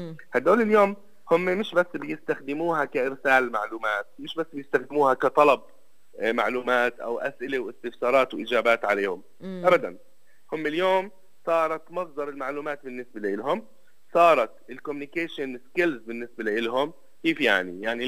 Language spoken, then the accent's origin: Arabic; Palestine; عندنا في فلسطين.